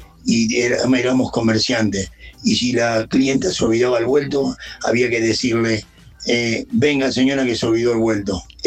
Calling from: Castelar, Buenos Aires Province, Argentina; de Castelar.

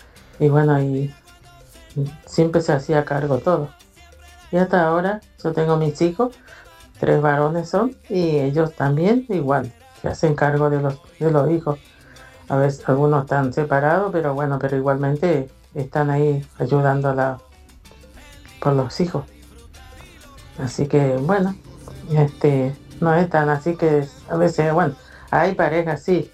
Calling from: Machagai, Chaco, Argentina; de Machagay

